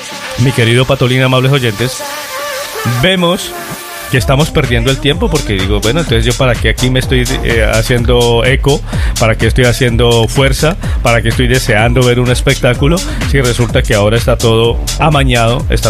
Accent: Colombia; yo como colombiano y seguidor de mi selección

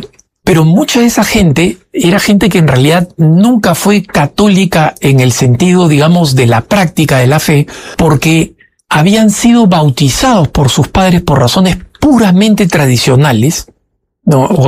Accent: Peru; born there; also born or lived in Argentina; Yo recibí la nacionalidad española en el momento en que nací, ¿no? Nací en el Perú.

